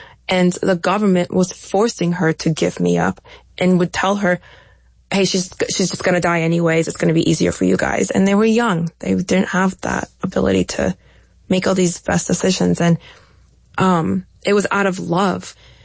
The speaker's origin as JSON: {"language": "English", "country": "Ukraine", "said": "compete when my home country, where I was from, where I have dreams of still meeting my birth family and seeing with adult eyes where I come from, where I grew up"}